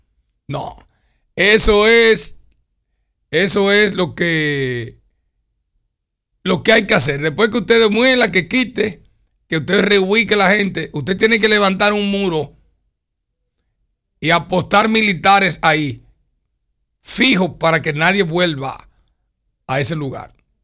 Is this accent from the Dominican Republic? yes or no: yes; Dominican Republic; lo que somos los dominicanos